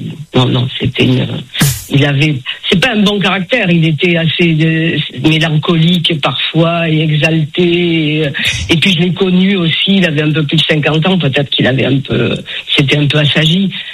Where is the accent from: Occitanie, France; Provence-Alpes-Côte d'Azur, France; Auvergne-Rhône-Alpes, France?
Occitanie, France; Toulouse; now in Paris, France; je suis toulousaine.